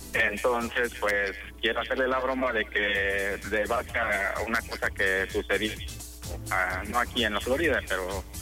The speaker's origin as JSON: {"language": "Spanish", "region": "Guanajuato", "country": "Mexico", "said": "pero yo le digo, ¿qué pasa, hombre? Soy de Guanajuato."}